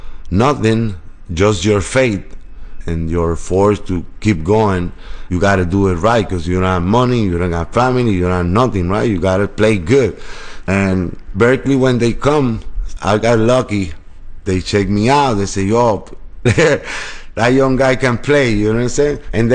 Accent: San Juan, Puerto Rico; moved away; also born or lived in Boston

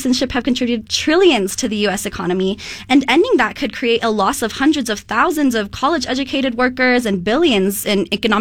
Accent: Utah, United States; growing up in Utah

